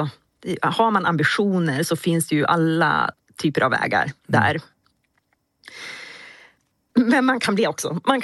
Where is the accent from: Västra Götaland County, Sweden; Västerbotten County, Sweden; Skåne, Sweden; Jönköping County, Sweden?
Västerbotten County, Sweden; Robertsfors; also born or lived in Stockholm; now in Robertsfors, Sweden; väljer ändå den plats där man växte upp för att landa mjukt. Och det har vi verkligen fått göra.